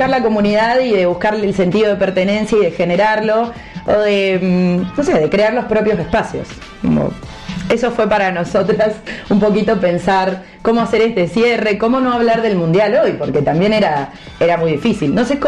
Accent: Argentina

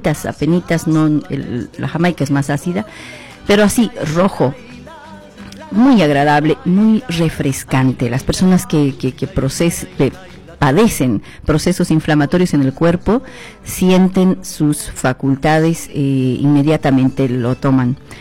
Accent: La Paz, Bolivia; born there; yo viví las épocas de hacer fila por ahí cuando vivía en Achachicala, por el barrio de Mataderos y más arribita.

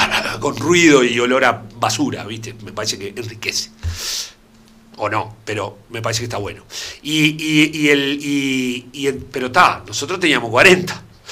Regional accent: Montevideo, Uruguay; moved away as an adult; now in Maldonado, Uruguay; yo soy montevideano, Nando, nací en 18 de julio

